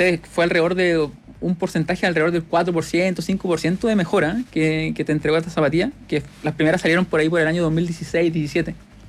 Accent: Chile; a nivel como seleccionado chileno

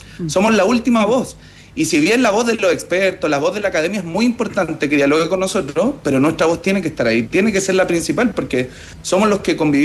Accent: Santiago, Santiago Metropolitan Region, Chile; Y yo estoy ahora en la ciudad de Puerto Natales. Yo soy de Santiago, trabajo en la comuna de Pedro Aguirre Cerda.

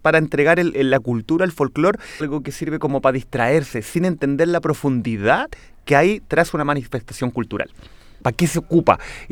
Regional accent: Villarrica, Araucanía, Chile; now in Santiago, Chile; yo no soy de acá de Santiago, yo soy de Villarrica, de una ciudad que está en la novena región de la Araucanía. También soy mapuche de ascendencia.

